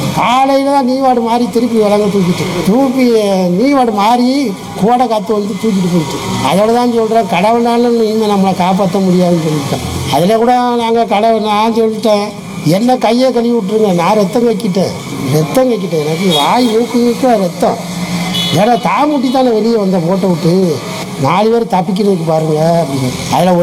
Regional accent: Chennai, Tamil Nadu, India; also born or lived in Pamban; நான் பிறந்தது பாம்பன் தான், ஆனால் வளர்ந்தது ஃபுல்லா சென்னை. சென்னையில் வளர்ந்தேன்.

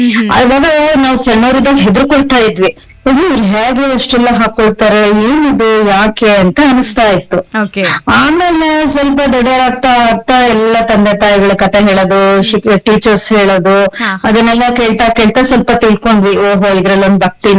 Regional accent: Bengaluru, Karnataka, India; moved away as an adult; now in Shivamogga, India; ನಾವು ಹುಟ್ಟಿದ್ದು ಬೆಂಗಳೂರು. ಬ್ಯಾಂಗ್ಳೂರಲ್ಲಿ ಹನುಮನ್ ನಗರ ಅಂತಿದೆ, ಹನುಮನ್ ನಗರ ಹತ್ರ ಭಾರತ ಮಾತಾ ವಿದ್ಯಾಮಂದಿರ ಅಂತ ಸ್ಕೂಲ್ ಇದೆ.

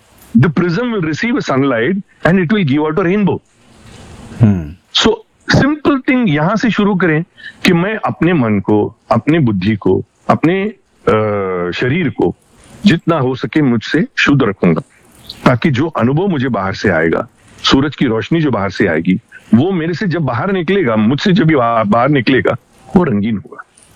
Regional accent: South India, India; अभी हमारे गांव में, मैं साउथ से हूं, हमारे गांव में

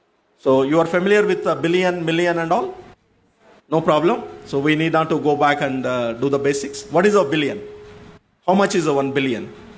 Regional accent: Bangalore, Karnataka, India; Otherwise, I am from Bangalore. I live in Bangalore.

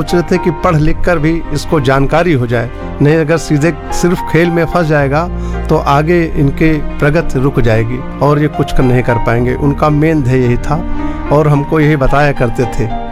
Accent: Gonda, Uttar Pradesh, India; born there; मेरी पैदाइश गोंडा की ही है

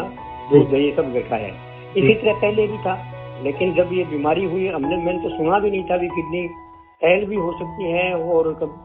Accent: Hanumangarh, Rajasthan, India; मैं हनुमानगढ़ राजस्थान का रहने वाला हूँ।

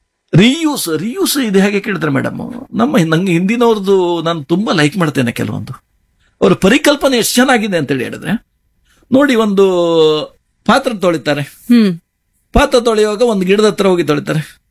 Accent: Coastal Karnataka, India; ನಮ್ಗೆ ಕೋಸ್ಟಲ್ನವರಿಗಂತೂ ಎಸ್ಪೆಷಲ್

